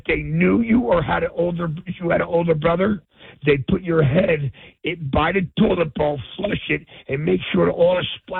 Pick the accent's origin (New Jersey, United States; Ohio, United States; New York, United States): New Jersey, United States; Dunellen; now in Somerville, United States; I grew up in Dunellen Heights in Dunellen.